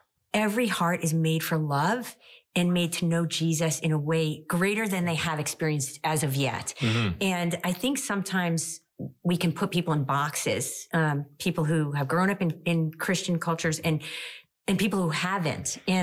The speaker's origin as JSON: {"language": "English", "area": "Long Island", "region": "New York", "country": "United States", "tie": "born or raised there", "said": "I grew up on Long Island in New York."}